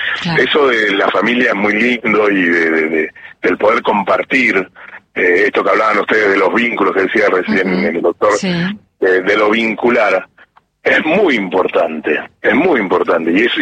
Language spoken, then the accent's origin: Spanish; Patagonia, Argentina; somos cuatro patagónicos